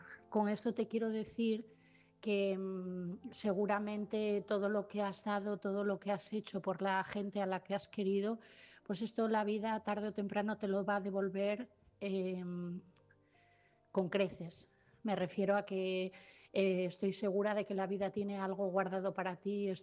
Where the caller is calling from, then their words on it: Asturias, Spain; de Asturias